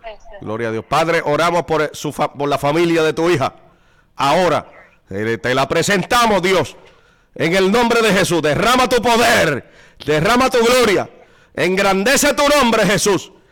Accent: Cataño, Puerto Rico; oro por el pueblo de Cataño, por mi pueblo de forma especial.

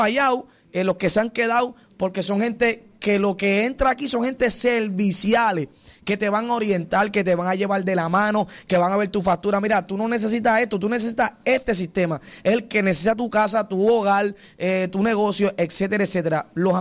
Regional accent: Puerto Rico; yo soy puertorriqueño, no porque sea pastor no me duele, no porque sea ungido, no, yo estoy aquí en Puerto Rico, vivo en Puerto Rico, amén, tengo hijos, tengo familia

